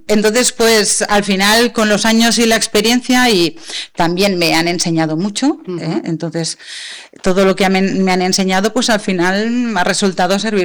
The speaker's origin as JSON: {"language": "Spanish", "town": "Barcelona", "region": "Catalonia", "country": "Spain", "moved": "yes", "said": "porque yo vine de Barcelona, y entonces, claro, encontrar trabajo aquí tampoco no fue una cosa fácil"}